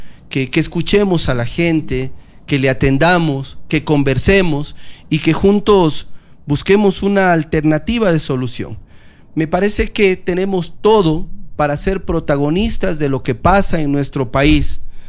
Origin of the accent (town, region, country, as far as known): Loja, Ecuador